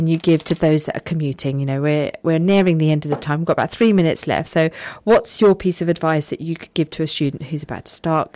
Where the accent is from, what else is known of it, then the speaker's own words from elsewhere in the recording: London, United Kingdom; I grew up in London, so whenever I took the train, I was always hopping on and off the trains in different stations.